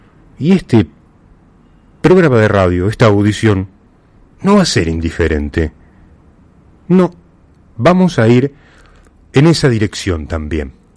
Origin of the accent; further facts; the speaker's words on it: Argentina; porque ante todo somos argentinos y ya éramos argentinos hasta incluso antes del inicio del mundial.